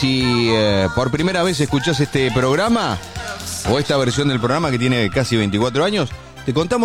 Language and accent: Spanish; Argentina; Ustedes y nosotros, porque somos argentinos